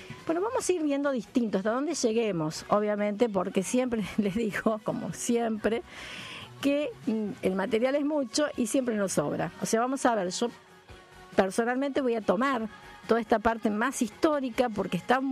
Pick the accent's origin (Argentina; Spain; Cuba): Argentina; Como argentinos que somos, tenemos muy buen humor.